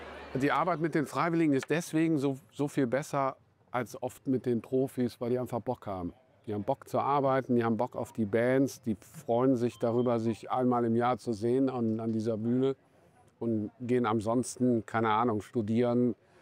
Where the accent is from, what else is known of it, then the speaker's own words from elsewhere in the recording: Bonn, North Rhine-Westphalia, Germany; Ich bin Rheinländer und komme aus Bonn.